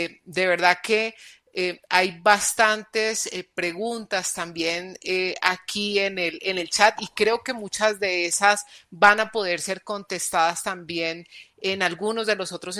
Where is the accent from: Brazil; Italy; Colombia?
Colombia; como católicos y como colombianos